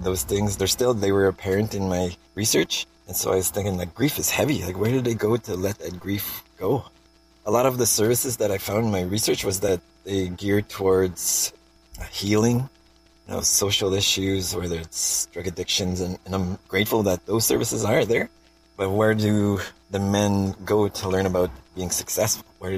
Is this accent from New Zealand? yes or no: no; Ontario, Canada; I'm from the Moose Cree First Nation. It's located in, I guess, the southern tip of James Bay in Ontario.